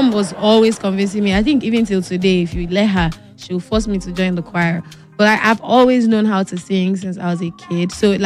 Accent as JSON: {"language": "English", "town": "Port Harcourt", "region": "Rivers", "country": "Nigeria", "tie": "born or raised there", "said": "Growing up in Port Harcourt was, I mean, of course, you've heard the stereotype."}